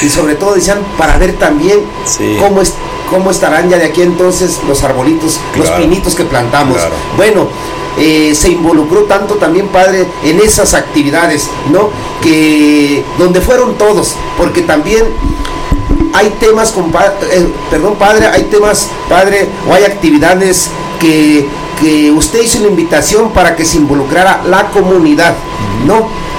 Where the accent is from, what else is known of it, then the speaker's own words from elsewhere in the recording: Cherán, Michoacán, Mexico; Para nosotros los cheranenses.